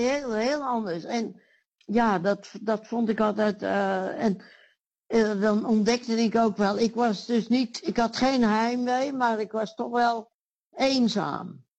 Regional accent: Netherlands; moved away as an adult; Toch 21 jaar in Nederland gewoond.

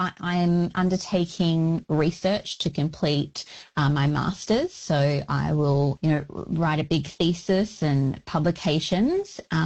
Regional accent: Bunbury, Western Australia, Australia; Wilman Noongar woman. So Noongar from the southwest region of Western Australia. I was actually born and raised on Wadandibudja, which is down in the Goomberup, which is Bunbury region of Noongar country.

